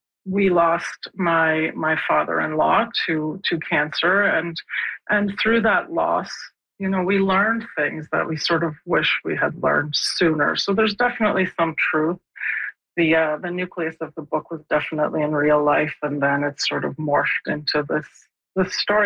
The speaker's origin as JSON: {"language": "English", "country": "Poland", "tie": "born or raised there", "moved": "yes", "said": "I grew up in Poland, and my father, my own father, was a merchant marine, so he was away from home for a long period of time."}